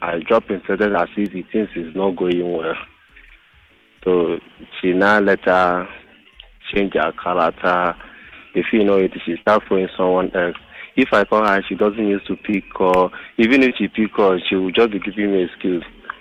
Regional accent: Lagos, Nigeria; I was born and brought up in Lagos and I school in Lagos.

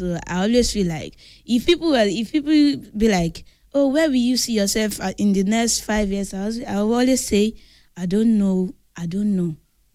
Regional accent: Lagos, Nigeria; also born or lived in Bariga; I'm from Agboa.

